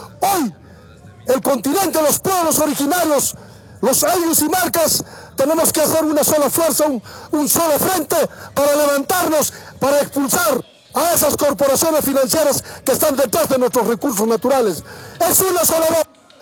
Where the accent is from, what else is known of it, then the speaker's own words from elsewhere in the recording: Cusco, Peru; venimos desde la capital del Tahuantinsuyo, del milenario Cusco, Perú